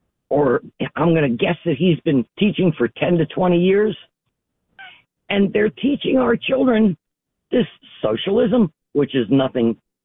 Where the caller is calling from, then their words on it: New Jersey, United States; I am, like, at exit 9 on the turnpike, Milltown, New Brunswick, East Brunswick.